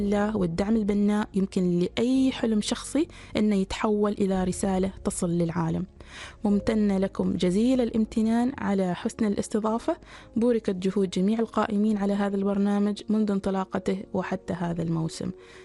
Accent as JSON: {"language": "Arabic", "country": "Oman", "said": "كفتاة عمانية افتخر كثير"}